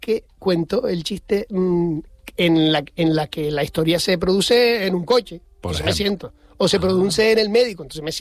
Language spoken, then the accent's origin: Spanish; Los Realejos, Canary Islands, Spain; soy del pueblo que está recogido en el libro Guinness de los récords como el municipio más fiestero de España. Los Realejos tiene 82 fiestas.